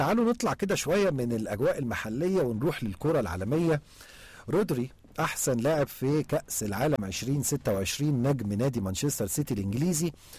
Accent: Egypt; عندنا في مصر

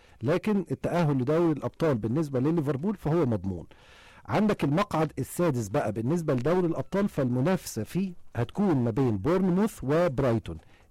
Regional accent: Egypt; فالنادي ده مش غريب علينا أبدا كمصريين

